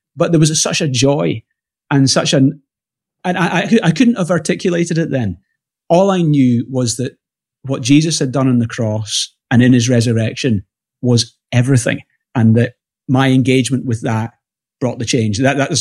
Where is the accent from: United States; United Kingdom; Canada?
United Kingdom; Glasgow, Scotland; Yeah, so I was born 1975 in Glasgow. I'm 50 now, and grew up taken to church as a kid.